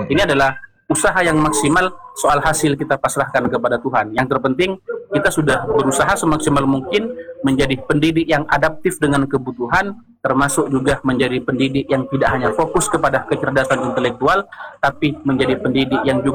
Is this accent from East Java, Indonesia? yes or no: yes; Madura, East Java, Indonesia; kita orang Madura kan masih memegang teguh terhadap falsafah orang Madura ya.